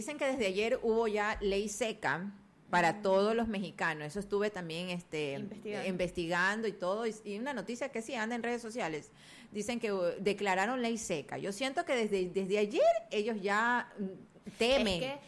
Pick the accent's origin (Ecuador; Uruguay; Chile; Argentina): Ecuador